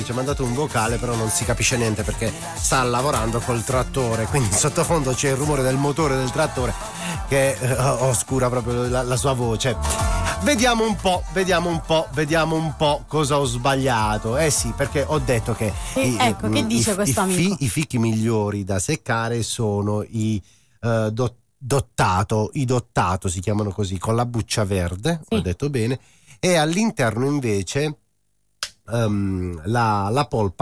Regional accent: Putignano, Apulia, Italy; dalle nostre parti, anzi, precisamente putignano

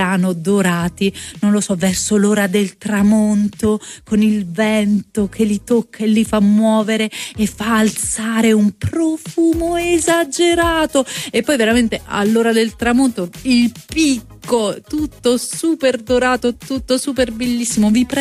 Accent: Apulia, Italy; moved away; la Capitanata, cioè la terra dove provengo io

